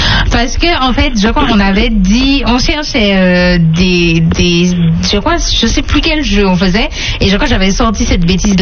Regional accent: France; On est français avant tout, donc on va parler du match de la France.

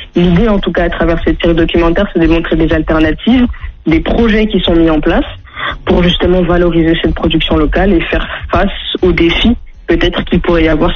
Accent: France; now in Martinique; Non, pas du tout. Je suis née, j'ai grandi en Hexagone.

